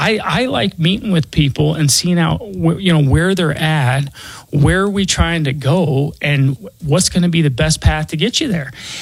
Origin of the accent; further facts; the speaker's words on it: Denver, Colorado, United States; I was born and raised here in Denver. I went to Holly Hills Elementary School over close to Hamden and I-25. That's where I grew up.